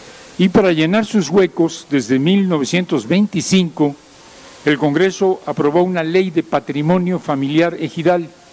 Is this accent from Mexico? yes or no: yes; Mexico City, Mexico; Somos vecinos, yo soy chilango, vivo en la Ciudad de México.